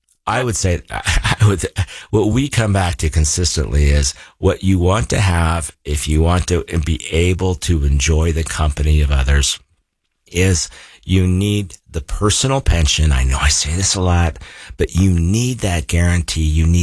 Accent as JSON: {"language": "English", "region": "Idaho", "country": "United States", "tie": "born or raised there", "said": "Growing up in Idaho, we had a restaurant"}